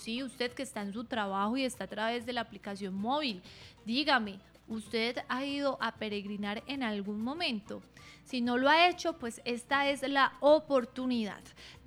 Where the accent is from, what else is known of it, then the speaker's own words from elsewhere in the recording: Colombia; Vamos a tener festival típicos de mi tierra este lunes 20 de julio.